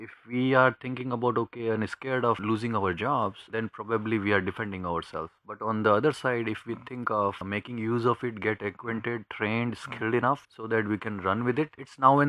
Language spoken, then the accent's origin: English; Udaipur, Rajasthan, India; moved away as an adult; also born or lived in Mumbai / Pune; now in United States; I grew up in Udaipur and studied there, and then later for the job reason I had to move from Udaipur to different places